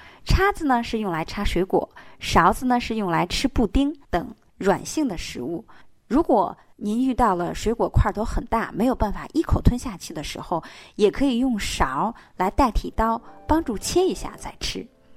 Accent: China; 我们中国人

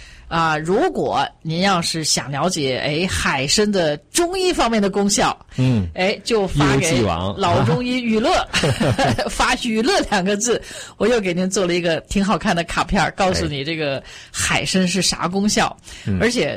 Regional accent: China; 我们中国人

